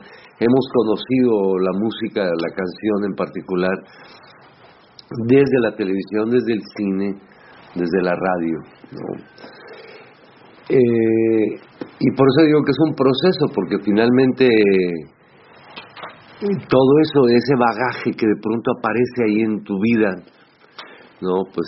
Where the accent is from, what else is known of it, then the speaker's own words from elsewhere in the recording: Tulancingo, Hidalgo, Mexico; en mi ciudad natal, en Tulancingo, Hidalgo, México.